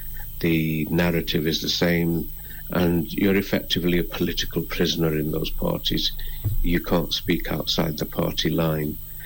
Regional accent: Manchester, North West England, United Kingdom; my hometown, Manchester

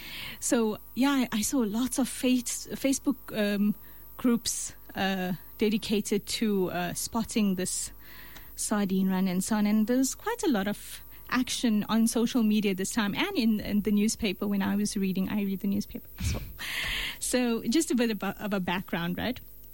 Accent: Durban, KwaZulu-Natal, South Africa; I was born in Durban and schooled in university in Durban

